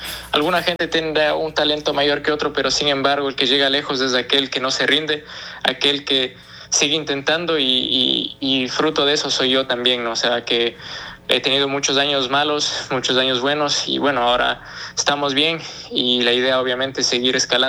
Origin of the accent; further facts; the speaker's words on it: Ambato, Tungurahua, Ecuador; Bueno, yo soy de la ciudad de Ambato